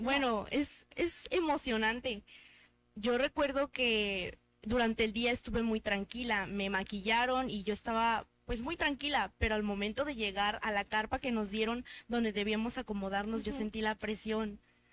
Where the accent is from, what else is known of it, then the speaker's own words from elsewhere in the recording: Huazalingo, Hidalgo, Mexico; como somos originarias de Guasalingo